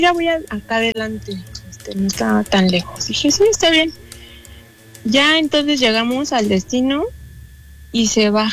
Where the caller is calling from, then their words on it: Mexico City, Mexico; De aquí, de la CDMX.